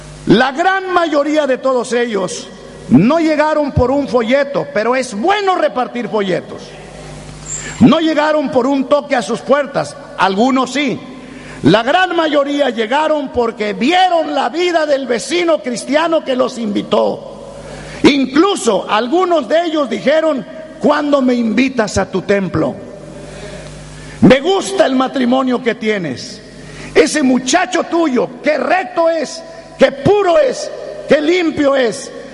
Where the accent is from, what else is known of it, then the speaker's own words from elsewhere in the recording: Chiapas, Mexico; born there; moved away; de mi tierra, Chiapas